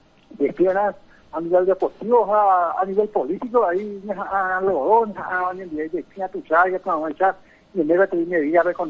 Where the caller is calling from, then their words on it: Sapucai, Paraguarí, Paraguay; de Zapucay.